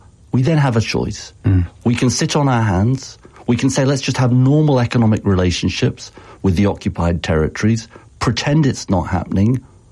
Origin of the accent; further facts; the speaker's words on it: United Kingdom; Well, I speak, Justin, as a British Jew